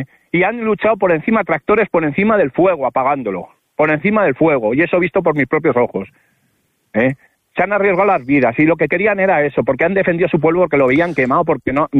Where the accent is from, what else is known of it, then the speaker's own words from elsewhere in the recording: Laina, Castile and León, Spain; el mayor está en mi pueblo, en Laina, sí, que yo también soy de Laina.